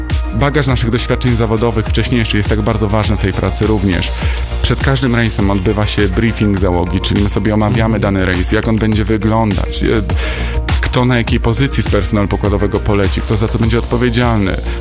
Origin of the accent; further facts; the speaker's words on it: Nowy Sącz, Lesser Poland, Poland; I ja powiedziałem, że faktycznie urodziłem się w Nowym Sączu i to moje rodzinne miasto, do którego zawsze z sentymentem wracam.